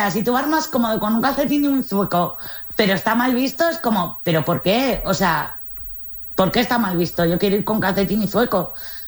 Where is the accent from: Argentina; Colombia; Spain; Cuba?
Spain; horterismo no lo veo tan hortera porque yo soy española